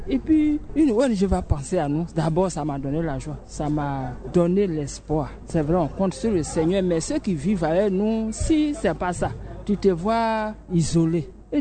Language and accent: French; Daloa, Sassandra-Marahoué, Côte d’Ivoire; Je suis de Daloa.